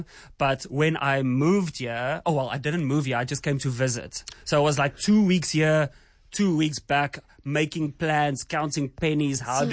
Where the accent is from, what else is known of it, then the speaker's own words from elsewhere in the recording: Pretoria, Gauteng, South Africa; years and then I went to Waterkloof to finish up my stuff with my things there.